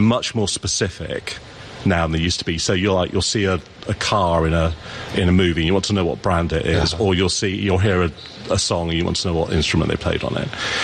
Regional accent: England, United Kingdom; I grew up in England, did not grow up with proms, and now it's a global thing.

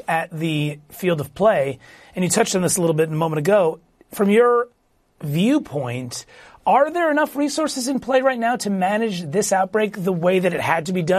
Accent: Philadelphia, Pennsylvania, United States; We're taking a lovely look at Philadelphia. A little wet this morning, my hometown.

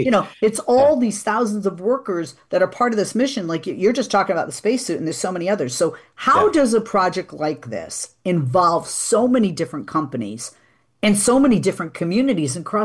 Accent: Massachusetts, United States; Yeah, I'm from Massachusetts. It's a wicked pissa, yeah.

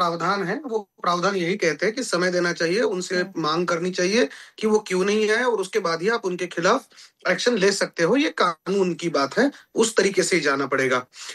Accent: Maharashtra, India; मैं उस राज्य से आता हूं, मैं मराठी हूं, मेरा बाप मराठी था, मेरा दादा मराठी था, मेरे परदादा मराठी

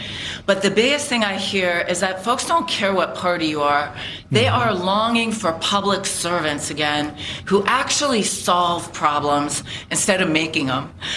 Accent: Youngstown, Ohio, United States; I grew up in Youngstown, Ohio, had a pretty rough childhood, lived in a tent in the winter, children's services.

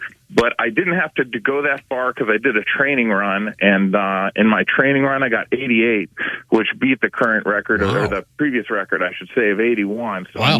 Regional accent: Cleveland, Ohio, United States; I also grew up in the Cleveland area

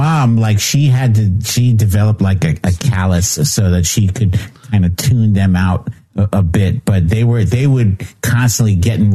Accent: New York City, New York, United States; I grew up in Washington Heights, which was such a beautiful explosion of diversity. You know, we had everyone from Filipinos and Chinese and Dominican

